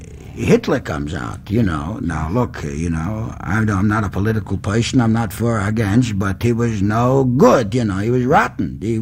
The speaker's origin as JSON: {"language": "English", "town": "Schenectady", "region": "New York", "country": "United States", "also_born_or_lived": "Russia", "said": "I am from Schenectady, New York."}